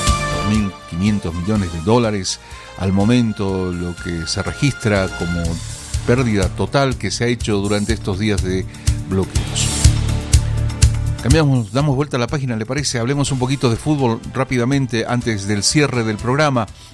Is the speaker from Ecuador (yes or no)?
no; Bolivia; que como bolivianos podamos transitar libremente por el país